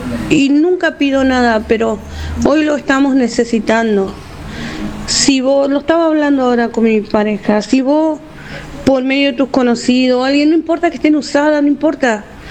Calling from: Buenos Aires, Argentina

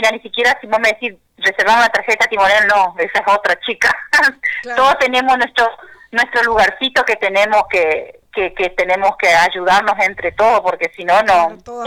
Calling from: Villa Ocampo, Santa Fe, Argentina; Buenas tardes … de Villa Ocampo les habla.

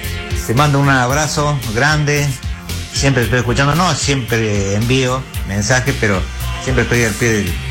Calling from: Argentina; soy de Alberdi

